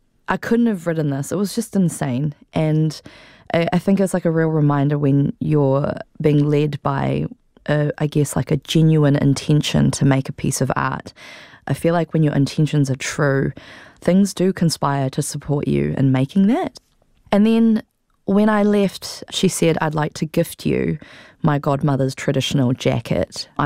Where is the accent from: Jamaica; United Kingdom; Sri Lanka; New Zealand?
New Zealand; I told them, hi, I'm an artist from Aotearoa, New Zealand.